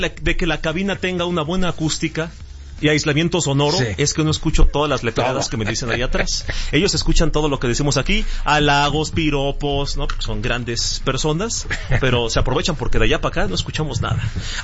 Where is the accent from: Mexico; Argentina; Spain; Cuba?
Mexico; 33 millones de mexicanos, fíjate, a pesar de las dificultades y de las condiciones, qué trabajadores somos los mexicanos.